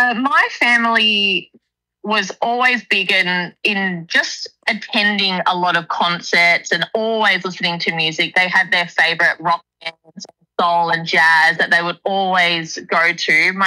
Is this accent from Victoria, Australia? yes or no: yes; Diamond Creek, Victoria, Australia; I grew up in Diamond Creek, which is kind of borderline the burbs to almost country. I went to school in St. Helena, so near Alfred.